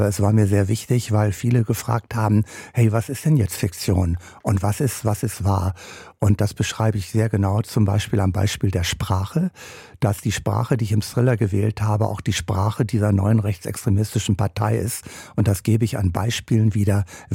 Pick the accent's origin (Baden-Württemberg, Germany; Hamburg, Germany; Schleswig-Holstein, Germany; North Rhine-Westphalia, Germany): North Rhine-Westphalia, Germany; Wewelsburg; born or raised there